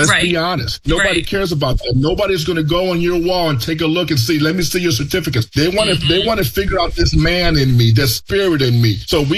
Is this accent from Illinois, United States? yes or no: yes; Chicago, Illinois, United States; English is a second language; So English is my second language. It was very, very hard for me. I would tell a story every chance and anybody allows me to do it. I had a teacher in high school told me, if you want to be successful, because I grew up in the projects of Chicago